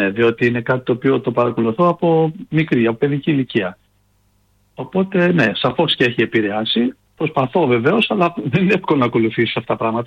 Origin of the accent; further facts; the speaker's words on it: Mani, Peloponnese, Greece; γιατί κατάγομαι από τη Μάνη